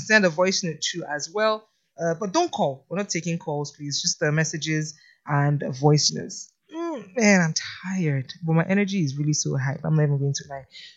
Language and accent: English; Lagos, Nigeria; from Satellite Town. Hey, from the hood, man. You know, I grew up in Satellite Town